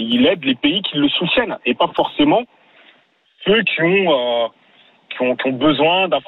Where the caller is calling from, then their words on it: Mali; moi je suis originaire du Mali.